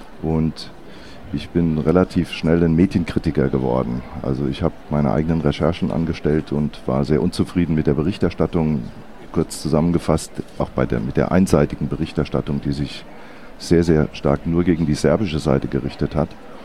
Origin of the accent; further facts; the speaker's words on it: Frankfurt, Hesse, Germany; willkommen, gleichfalls in meiner Heimatstadt Frankfurt.